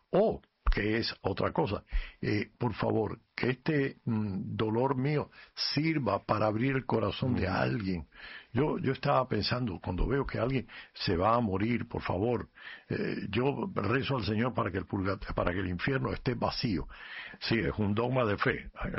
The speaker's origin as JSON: {"language": "Spanish", "country": "Cuba", "said": "yo estaba pensando en mi tierra, en Cuba. Y yo estaba diciendo, Dios mío, allí sí que no hay doctor, pero no hay medicina."}